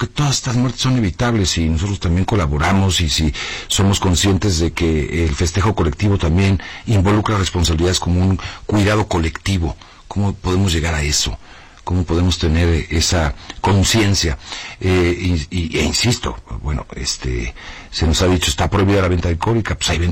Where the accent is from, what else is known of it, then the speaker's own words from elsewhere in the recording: Mexico; Nosotros como aficionados y como mexicanos y que nos gusta festejar